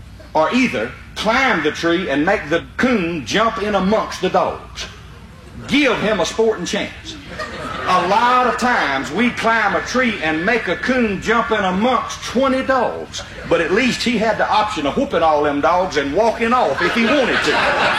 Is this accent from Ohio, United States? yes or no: no; Liberty, Mississippi, United States; I come from Route 4, Liberty, Mississippi. Now, that's 12 miles west of Macomb, Mississippi, 65 miles due northeast of Baton Rouge, Louisiana, and 116 miles due north